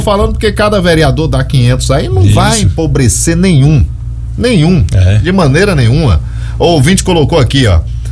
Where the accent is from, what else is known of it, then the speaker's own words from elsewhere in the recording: Feira de Santana, Bahia, Brazil; now in Serra do Ramalho, Brazil; Eu sou feirense, natural de Feira de Santana, mas Serra do Ramalho, a população me abraçou